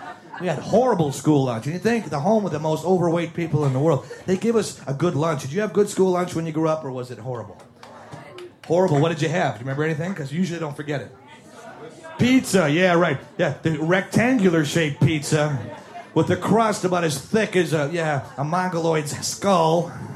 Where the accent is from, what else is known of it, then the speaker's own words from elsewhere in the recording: Milwaukee, Wisconsin, United States; When I grew up in Milwaukee, I grew up in the 70s. I'm getting older now